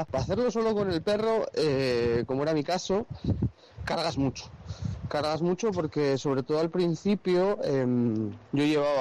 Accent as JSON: {"language": "Spanish", "town": "Burgos", "region": "Castile and León", "country": "Spain", "said": "porque yo soy de Burgos y cuando llegué a Burgos paré casi 2 semanas con él"}